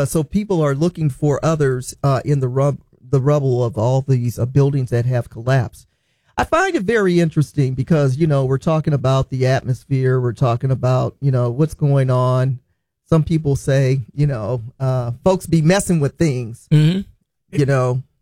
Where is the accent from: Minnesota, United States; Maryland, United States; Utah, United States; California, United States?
California, United States; You know, growing up in California, you're going to always deal with earthquakes.